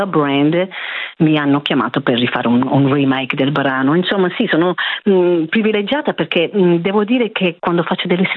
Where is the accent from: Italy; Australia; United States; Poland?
Australia; Io sono australiana d'origine italiana